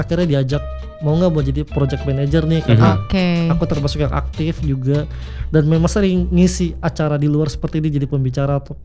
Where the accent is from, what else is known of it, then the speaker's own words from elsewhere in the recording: East Jakarta, Jakarta, Indonesia; Aku dari Jakarta Timur.